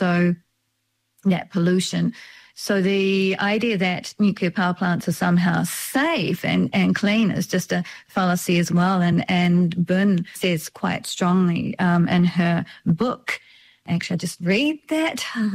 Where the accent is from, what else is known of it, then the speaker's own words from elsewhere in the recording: New Zealand; for me as a New Zealander